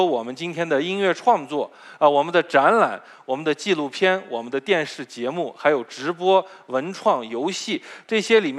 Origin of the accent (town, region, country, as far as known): China